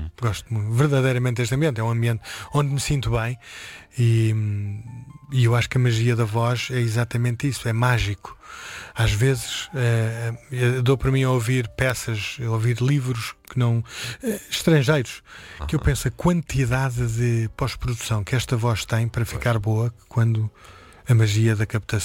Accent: Lisbon, Portugal; born there; Eu nasci na Rua do Calhas, que hoje em dia, se calhar, é mais conhecida pelo ISEG.

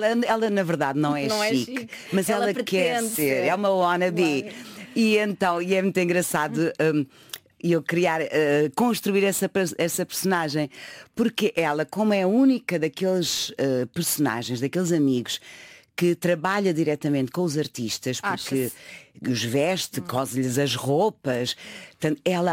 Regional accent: Lisbon, Portugal; Porque eu nasci e cresci nos Olivais.

